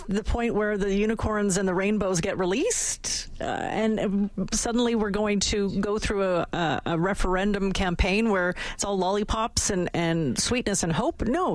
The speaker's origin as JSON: {"language": "English", "region": "Alberta", "country": "Canada", "said": "I say, hi … I'm Canadian, I talk for a living. So it's just sort of, when you go around the world, you say, yeah, I'm from Canada. Nobody knows where Alberta is, for the most part, in many parts of the world."}